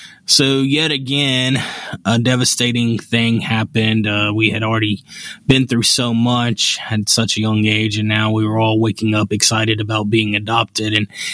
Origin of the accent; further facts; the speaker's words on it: Birmingham, Alabama, United States; so I grew up in West End in Birmingham, and if you know anything about that area, it was a place, it's a place that's not very safe, crime rates high, and just a dangerous area